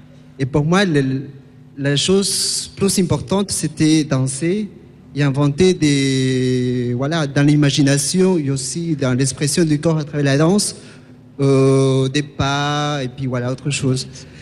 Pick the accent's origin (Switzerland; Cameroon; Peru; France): Peru; je viens du Pérou, j'ai 30 ans.